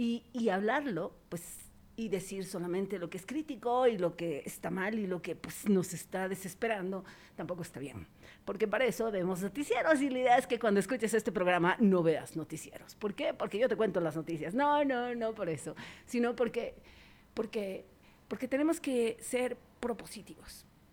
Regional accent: Bolivia

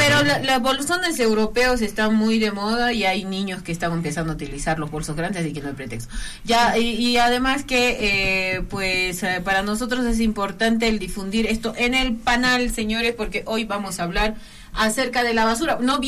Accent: Potosí, Bolivia; los potosinos comemos así

